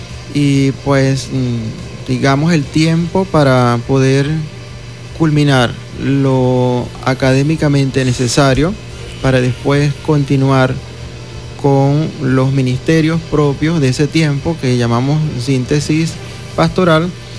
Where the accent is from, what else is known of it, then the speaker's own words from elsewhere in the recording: Punta de Mata, Monagas, Venezuela; now in Maturín, Venezuela; Yo soy de Punta de Mata